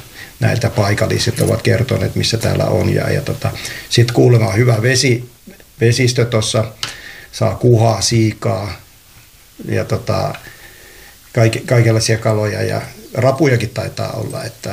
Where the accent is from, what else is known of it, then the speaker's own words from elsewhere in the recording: Varkaus, North Savo, Finland; now in Lahti, Finland; kun mä oon itse Savosta kotosin ja että nyt vähän päästään lähemmäksi, kun asutaan Lahdessa, niin päästään vähän lähemmäksi Savoa taas sitten, että Varkaudesta kotosin.